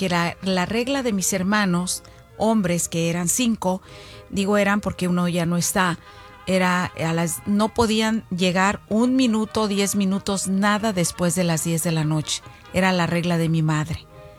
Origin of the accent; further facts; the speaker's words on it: Zacualco de Torres, Jalisco, Mexico; moved away; de allá de mi pueblo, oiga, de Zacualco de Torres, Jalisco.